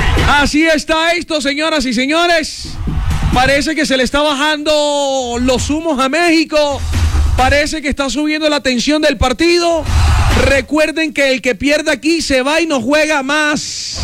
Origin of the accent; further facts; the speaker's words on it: Caribbean coast, Colombia; now in Bogotá, Colombia; Soy costeño, pero me siento querido por esta hermosa ciudad